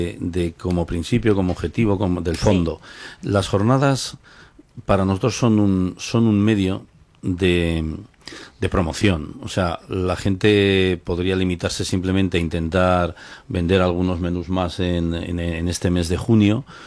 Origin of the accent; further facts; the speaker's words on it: Aranda de Duero, Castile and León, Spain; de Aranda de Duero, que es nuestro pueblo